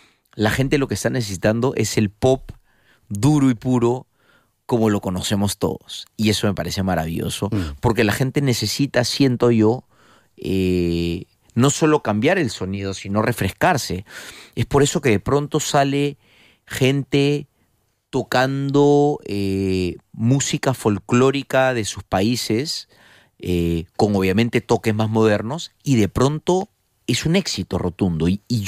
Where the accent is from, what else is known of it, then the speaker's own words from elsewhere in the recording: Peru; moved away as an adult; now in Spain; me siento muy orgulloso de ser peruano y adoro mi país